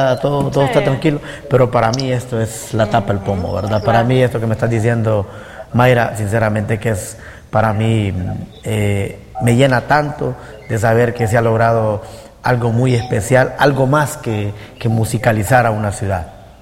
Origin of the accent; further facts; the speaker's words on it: Honduras; Los que somos de San Juan